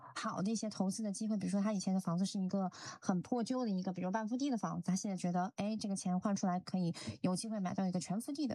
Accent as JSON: {"language": "Chinese", "country": "New Zealand", "said": "我们新西兰人"}